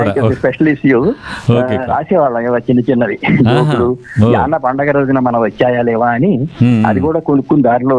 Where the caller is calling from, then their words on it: Hyderabad, Telangana, India; నేను హైదరాబాద్ నుంచి